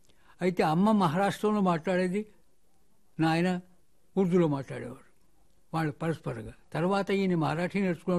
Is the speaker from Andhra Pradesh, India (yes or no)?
no; Madikonda, Telangana, India; first language Marathi, Urdu and Telugu; also born or lived in Warangal; నా బాల్యం వరంగల్ పట్టణంలో పడి మొదలైంది కొద్ది ఆలస్యంగా, కానీ దగ్గర ఉన్నటువంటి మడికొండలో పడి నాకు పరిసరాల అవగాహన కలిగినప్పటి నుంచి మడికొండలో ఉన్నాను